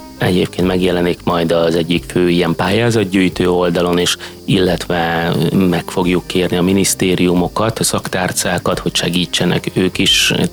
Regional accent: Cegléd, Pest, Hungary; de Cegléden kívül, ami szülővárosom, és itt lakom

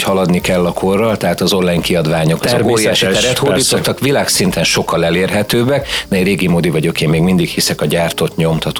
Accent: Tápiószele, Pest, Hungary; ott van Tápjószele, mint szülővárosom, hiszen nekem ez elengedhetetlenül fontos, hogy amellett, hogy megismerjék az én előadó művészi munkámat, meg a tárogatót, tudja meg mindenki, hogy Pest megyéből honnan származom.

